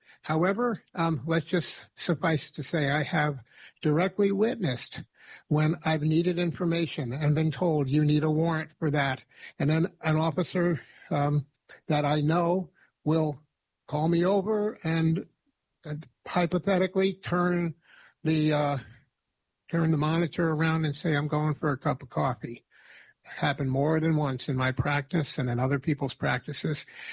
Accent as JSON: {"language": "English", "town": "Troy", "region": "New York", "country": "United States", "said": "I'm from Troy originally, and went to Troy High, class of 70."}